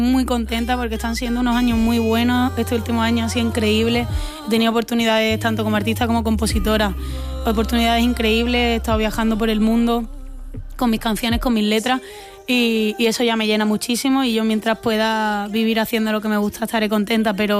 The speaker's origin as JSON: {"language": "Spanish", "region": "Andalusia", "country": "Spain", "said": "por Andalucía, por Granada, por Málaga, por mi tierra"}